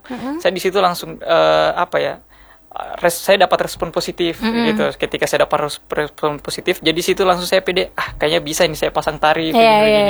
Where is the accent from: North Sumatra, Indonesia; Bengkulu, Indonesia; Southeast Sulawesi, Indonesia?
Southeast Sulawesi, Indonesia; Muna; Saya asli Muna.